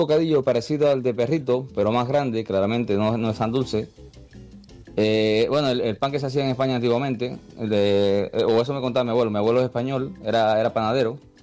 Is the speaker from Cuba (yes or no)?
yes; Cuba; Los descendientes de españoles, bueno, que somos los cubanos, que somos prácticamente todos descendientes españoles, le poníamos mucho amor